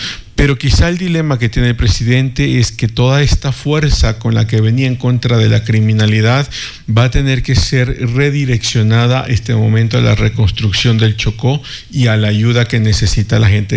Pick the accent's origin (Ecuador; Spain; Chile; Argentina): Ecuador